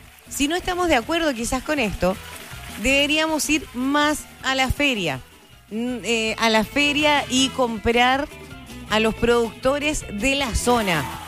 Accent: Chile; nosotros como chilenos tenemos que comprar neumático de otros países

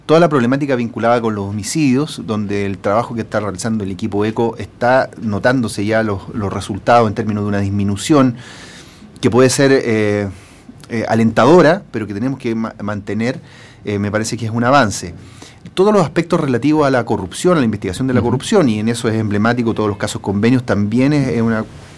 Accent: Talcahuano, Biobío, Chile; moved away as an adult; also born or lived in Araucanía; Bueno, yo soy originario de esta región, soy de Talcahuano. Nací y me crié en el barrio de La Higuera de Talcahuano. Y estudié en Concepción, en la Alianza Francesa de Concepción, y luego en la Universidad de Concepción estudié Derecho.

